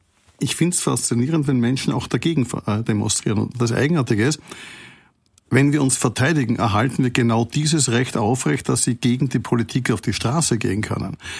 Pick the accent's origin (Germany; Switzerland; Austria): Austria; Und ich komme aus einem neutralen Land, wie Sie an meiner Stimme hören. Ich bin Österreicher.